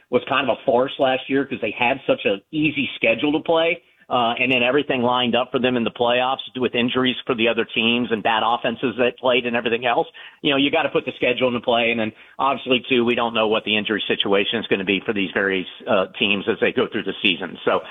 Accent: West Virginia, United States; And it's really sad because, you know, my brother and I, you know, we grew up in West Virginia.

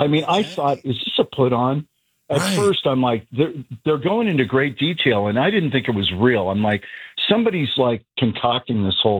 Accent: Bay Area, California, United States; I grew up in the Bay Area

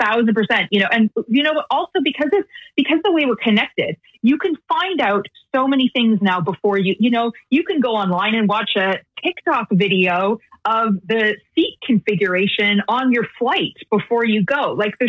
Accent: Canada; you know, I grew up in Canada. I speak Icelandic with an accent and I make mistakes.

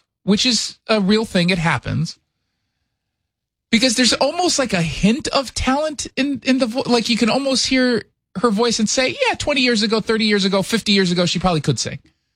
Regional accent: Edmonds, Washington, United States; born there; I was born here in Edmonds. I'm just having a tough time right now. I just have a tan. I'm not even Latino.

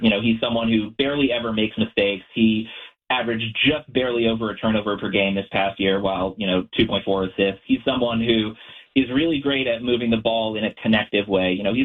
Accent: New York City, New York, United States; now in Sacramento, United States; So I am from New York City, but I've lived in Sacramento for the last half decade, and I've been a Kings fan.

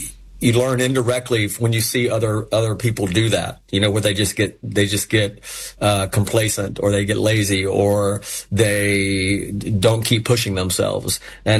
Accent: Knoxville, Tennessee, United States; Growing up in East Tennessee and in Knoxville, we didn't have a pro allegiance to anything. It was all just Tennessee football. And we grew up out in the country

